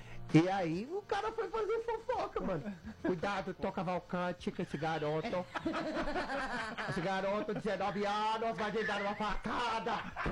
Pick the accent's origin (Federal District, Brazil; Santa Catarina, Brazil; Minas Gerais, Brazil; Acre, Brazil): Minas Gerais, Brazil; Guarani; E eu doei tudo para Guarani, minha cidade natal.